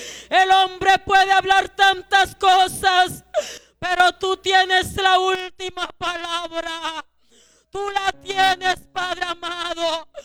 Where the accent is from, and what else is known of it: Colombia